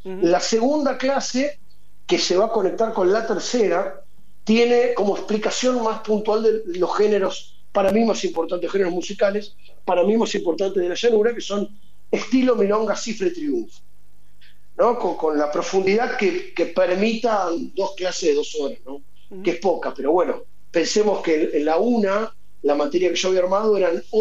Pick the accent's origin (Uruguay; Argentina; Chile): Argentina; Temperley, Buenos Aires Province; yo soy de Temperley, ¿no?